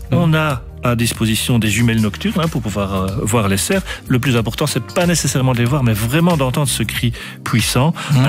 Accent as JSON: {"language": "French", "region": "Wallonia", "country": "Belgium"}